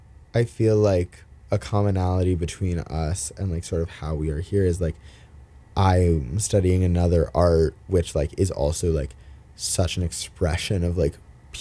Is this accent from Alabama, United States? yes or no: no; Cleveland, Ohio, United States; I'm also from a lot of places, but I am truly from Cleveland, Ohio.